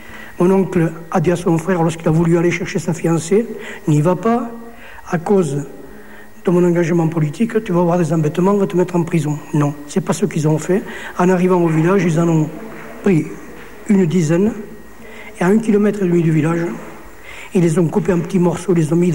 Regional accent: Andalusia, Spain; moved away; Alors j'ai quitté mon village natal dans les pires conditions. Ma première retirada, c'est ce que nous avons fait depuis mon village mental à la ville qui s'appelle Almeria, au-dessus de Malaga, en bordure de Méditerranée.

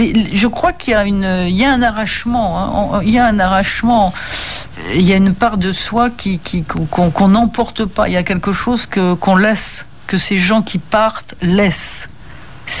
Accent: France; born there; Moi, je suis née en France, je suis complètement française, j'ai une part italienne, mais encore une fois, elle n'ampute pas du tout le fait que je sois française.

